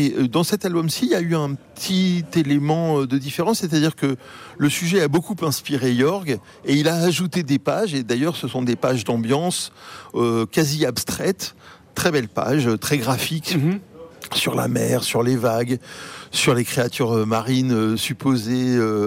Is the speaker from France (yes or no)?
yes; Martinique, France; born or raised there